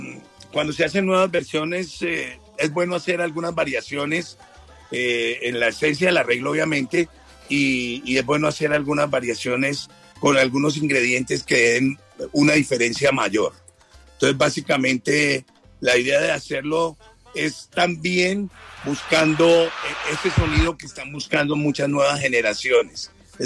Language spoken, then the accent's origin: Spanish; Colombia